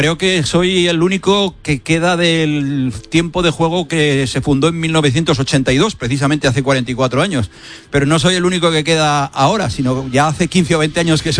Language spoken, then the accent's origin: Spanish; Barcelona, Catalonia, Spain; now in Zaragoza, Spain; Yo nací en Barcelona.